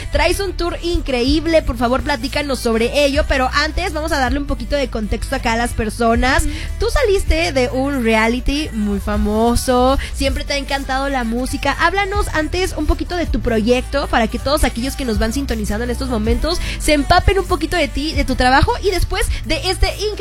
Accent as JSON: {"language": "Spanish", "town": "Acapulco", "region": "Guerrero", "country": "Mexico", "moved": "yes", "lives_now": "Mexico City, Mexico", "said": "yo soy foránea de la ciudad. Ajá. Yo no soy aquí 100% chilanga, ¿verdad? Me encantaría. Pero yo soy de Acapulco, vengo de la costa, de la playa. Entonces, allá siempre es como que es una ciudad, pero entre las personas que vivimos ahí decimos, es un pueblito."}